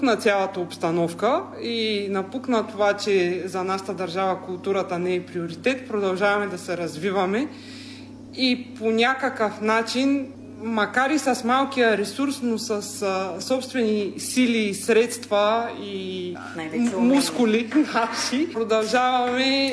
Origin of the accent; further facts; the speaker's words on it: Strelcha, Pazardzhik Province, Bulgaria; now in Dobri Dyal, Bulgaria; Като не съм родом от Добри дял, а съм от Средногорието, Стрелча, сърцето на Средна гора.